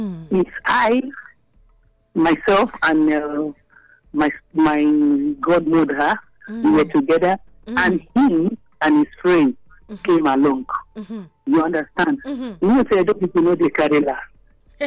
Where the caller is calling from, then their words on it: Benin City, Edo, Nigeria; I'm calling from Benin.